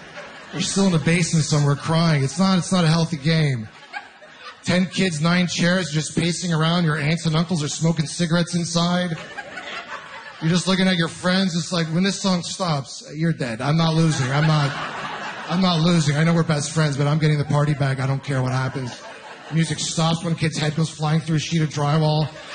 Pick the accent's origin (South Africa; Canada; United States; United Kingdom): Canada; Ontario; I'm originally from Ontario.